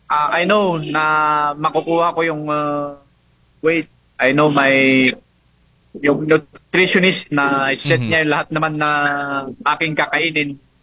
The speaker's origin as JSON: {"language": "Tagalog", "region": "Cordillera Administrative Region", "country": "Philippines", "said": "nirepresent yung Pilipinas bilang isang Pinoy and lalong-lalo na dito sa amin as sa Cordillera, sa Igorot din."}